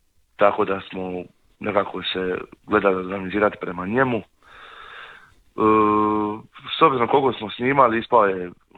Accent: Zaton, Šibenik-Knin County, Croatia; Spot je sniman u Zatonu kod Šibenika, odakle sam ja

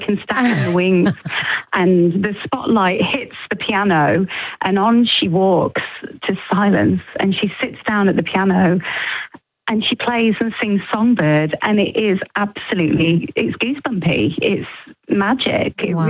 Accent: United Kingdom; obviously for me as a Brit, we have this very much a sort of stiff upper lip, you know, just calm and carry on and all of that that we have in our culture.

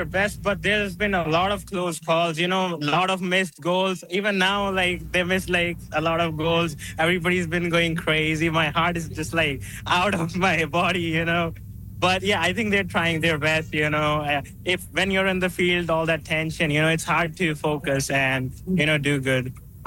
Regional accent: Abbotsford, British Columbia, Canada; I like to come here every day, but I come from Abbotsford, so it's like a two-hour drive.

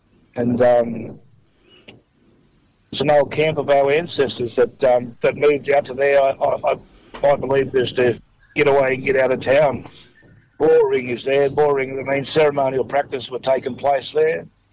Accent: Gunnedah, New South Wales, Australia

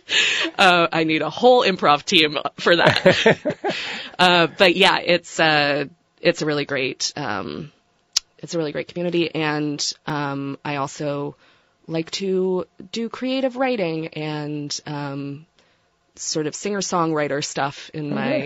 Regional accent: Newfoundland and Labrador, Canada; now in Vermont, United States; I was born in Newfoundland, Canada, born and raised in Canada, and my mom's American, though.

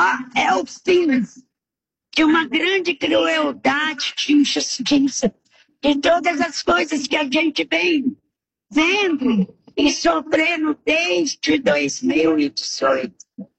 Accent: Guararapes, São Paulo, Brazil; Guararapes, interior de São Paulo.

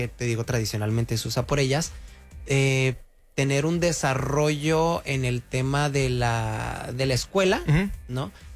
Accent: Culiacán, Sinaloa, Mexico; moved away; also born or lived in Monterrey; Yo soy de Culiacán, ahí en Culiacán.

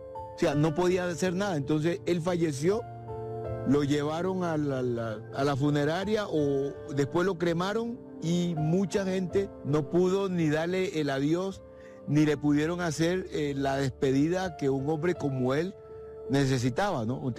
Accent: Colombia; a mí me escogían de acá de Colombia para ir a representar el país en esos juegos.

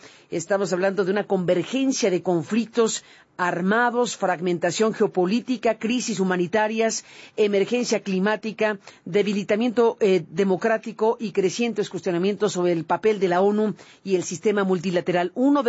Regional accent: Mexico; a mí como periodista mexicana

